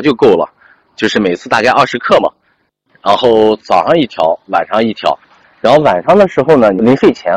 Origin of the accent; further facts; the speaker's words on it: Northwest China, China; now in Tianjin, China; 咱们天津这边的湿气，我觉得还是比较重一点，空气当中的湿度还是比较大的，跟我们西北完全不一样。